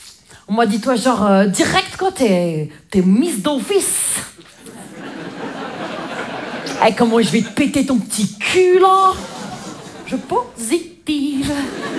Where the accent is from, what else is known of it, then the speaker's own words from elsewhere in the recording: Grand Est, France; Vous savez, moi je viens des Vosges.